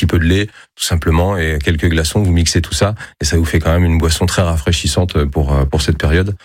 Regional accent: Normandy, France; Là, on est vraiment au cœur de la Suisse normande, là où j'ai grandi.

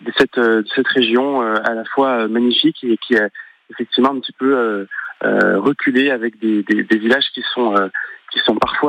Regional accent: Corsica, France; moi, je suis originaire de Saint-André-d'Ortine, donc l'un des villages de La Chinarque.

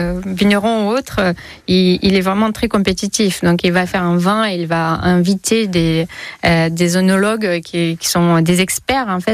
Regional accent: Moldova; now in Bordeaux region, France; je viens de la Moldavie

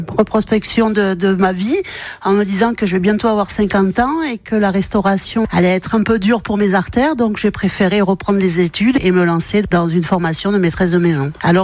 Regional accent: Mont-de-Marsan, Nouvelle-Aquitaine, France; moved away; Je suis partie de Mont-Marsan, ça fait plus de 10 ans maintenant.

